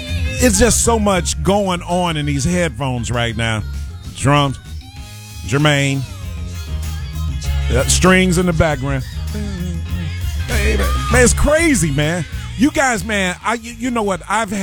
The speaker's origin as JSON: {"language": "English", "town": "Chicago", "region": "Illinois", "country": "United States", "said": "I'm from Chicago"}